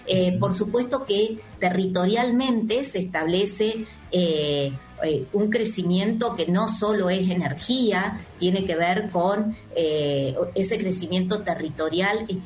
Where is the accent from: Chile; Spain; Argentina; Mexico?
Argentina; Río Negro; now in Córdoba, Argentina; yo soy sureña, como verás, no tengo tonada cordobesa, soy rionegrina, nacida y criada en Río Negro.